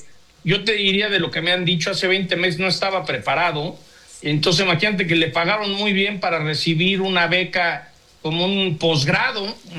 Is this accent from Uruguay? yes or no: no; Mexico; Nos unimos de decir, aquí estamos, estos somos los mexicanos